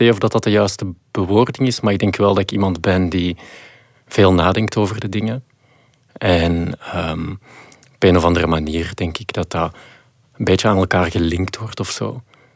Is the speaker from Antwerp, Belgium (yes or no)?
yes; Mechelen, Antwerp, Belgium; Ik ben van Mechelen en al de scouts in Mechelen... Ja, spreken elkaar ook echt aan met die totems.